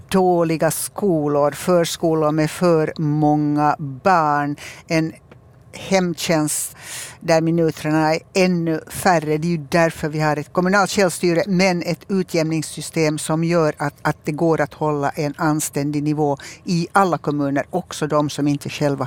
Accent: Finland; accent: Finland Swedish; now in Malmö, Sweden

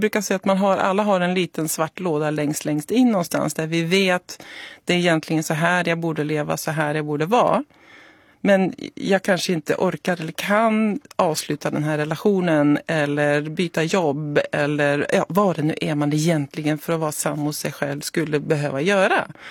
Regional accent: Norway; Swedish is a second language; now in Sweden; Och jag bara, nej, det är skillnad på Norge och Sverige, för jag är norsk.

